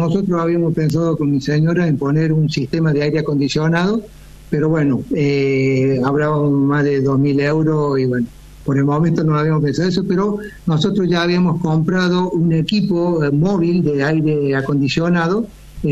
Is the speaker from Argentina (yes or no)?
yes; Córdoba, Argentina; now in France; Yo sigo siendo cordobés hasta que me muera. Pienso volver a Córdoba, voy a ir allá a la villa.